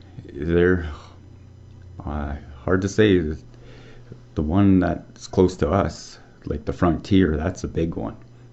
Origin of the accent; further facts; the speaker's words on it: Hinesburg, Alberta, Canada; Oh, back from, like, originally from Hinesburg in Alberta there, and born and raised on a ranch. Like, we had cattle and horses